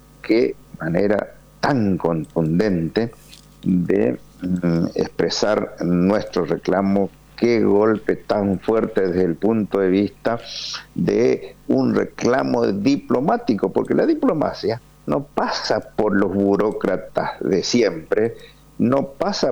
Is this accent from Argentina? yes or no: yes; Argentina; Entonces, esas son cuestiones que nosotros como argentinos debemos tomar como bandera, como iniciativas, como idea, hacer sentir nuestra presencia.